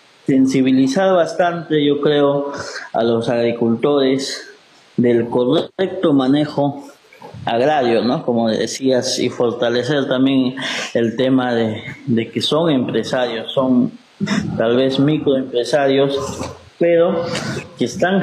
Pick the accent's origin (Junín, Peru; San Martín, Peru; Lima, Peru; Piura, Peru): Junín, Peru; somos de acá, de Selva Central